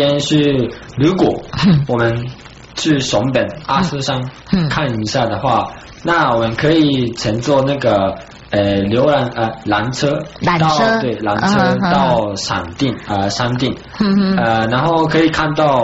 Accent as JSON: {"language": "Chinese", "country": "Japan", "second_language": "Chinese", "moved": "as an adult", "lives_now": "Taiwan", "said": "那我是来自日本的留学生"}